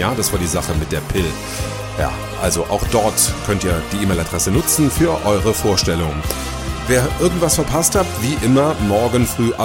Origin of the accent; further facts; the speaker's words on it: Saarland, Germany; wir drücken natürlich als Saarländer allen der SV Elversberg die Daumen